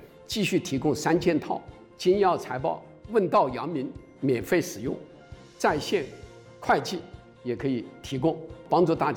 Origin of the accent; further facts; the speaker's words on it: Hunan, China; 因为我是湖南人